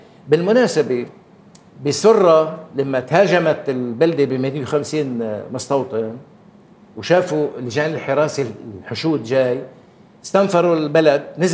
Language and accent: Arabic; Palestine; يجب أن نبحث عن مكان لنا فيها كفلسطينيين